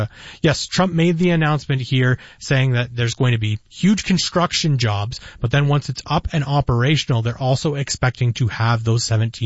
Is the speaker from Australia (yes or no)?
no; Hamilton, Ontario, Canada; I'm from The Hammer, Hamilton